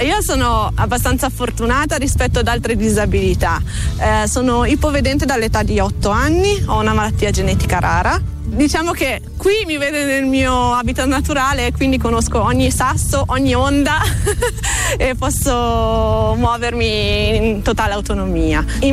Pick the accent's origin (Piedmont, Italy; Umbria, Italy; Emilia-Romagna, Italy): Piedmont, Italy; Io sono nata e cresciuta sul Lago d'Orta.